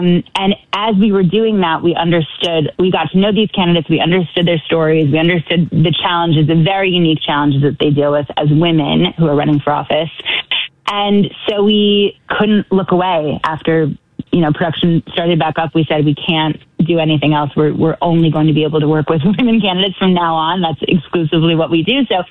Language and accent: English; Michigan, United States; You know, I grew up in Michigan, so thanks for giving us a shout out.